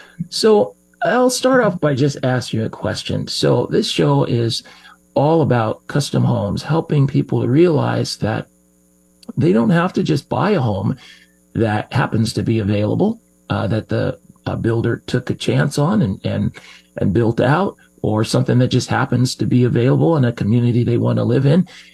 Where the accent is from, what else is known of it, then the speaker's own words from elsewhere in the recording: Seattle, Washington, United States; I grew up here in the Seattle area